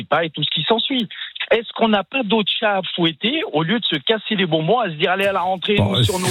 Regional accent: Lyon, Auvergne-Rhône-Alpes, France; moi, je suis né à Lyon, un vrai Lyonnais pur souche. J'ai 50 ans aujourd'hui.

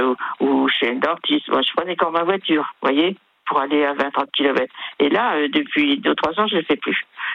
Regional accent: Brittany, France; born there; also born or lived in Centre region; now in Vendée, France; Moi, je suis bretonne, hein, je suis née en Bretagne

